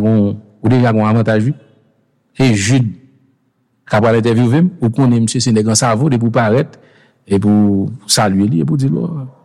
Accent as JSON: {"language": "French", "country": "Brazil", "said": "Non, si je parle français, je parle créole, je suis brésilien."}